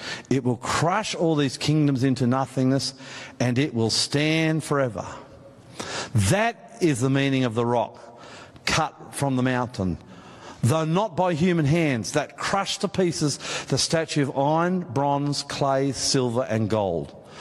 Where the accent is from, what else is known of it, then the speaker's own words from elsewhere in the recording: Australia; I'm an Australian through and through. The red dust, deserts and plains of this country run in my blood.